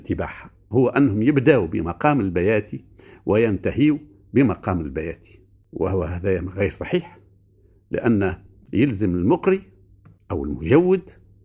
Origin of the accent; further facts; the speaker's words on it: Tunisia; عندنا في تونس